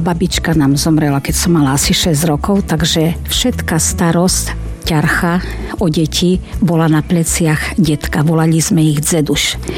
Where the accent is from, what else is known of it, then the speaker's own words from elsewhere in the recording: Ďačov, Prešov Region, Slovakia; Narodila som sa v dedinke v Ďačove pri Lipanoch rodičom … Mám 4 bratov a 1 sestru.